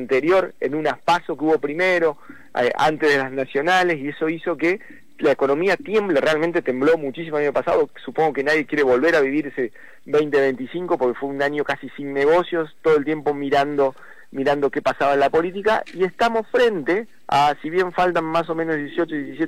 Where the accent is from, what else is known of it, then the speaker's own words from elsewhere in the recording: Rafaela, Santa Fe, Argentina; como rafaelinos y como argentinos